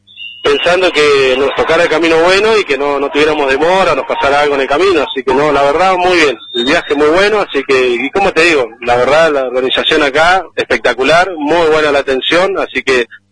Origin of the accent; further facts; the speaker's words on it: Rincón de los Sauces, Neuquén, Argentina; acá venimos de Neuquén, Rincón de los Sauces, así que venimos a probar suerte